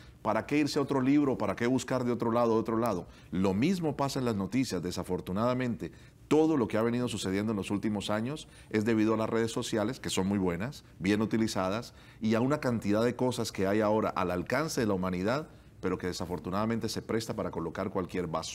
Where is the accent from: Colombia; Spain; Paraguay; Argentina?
Colombia; En Colombia, soy de Colombia